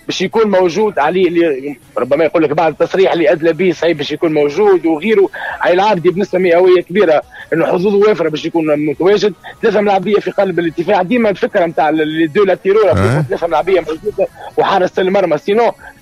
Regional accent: Tunisia; رفيق ما احنا تونسي راهو ديما يتغشش من بعد ينسى كل شيء

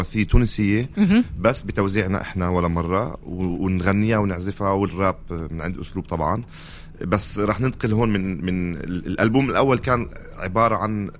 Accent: Palestine; كفلسطيني حتى في تونس بنحس حالنا عن جد في بلدنا

